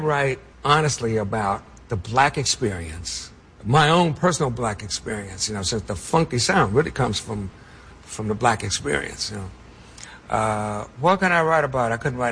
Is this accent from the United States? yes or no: yes; Chicago, Illinois, United States; born there; I was born in Chicago, right?